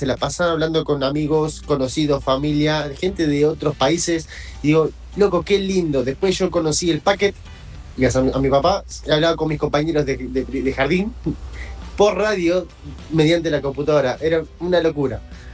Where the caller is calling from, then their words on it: Tablada, Buenos Aires Province, Argentina; de Tablada